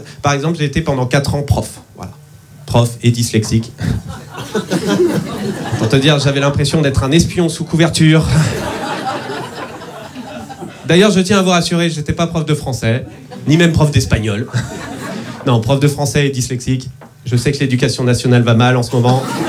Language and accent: French; Nantes, Pays de la Loire, France; je suis nantais et dyslexique.